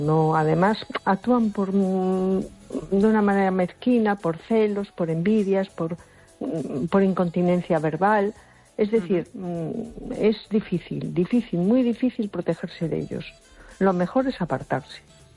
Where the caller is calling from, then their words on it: A Coruña, Galicia, Spain; de Coruña.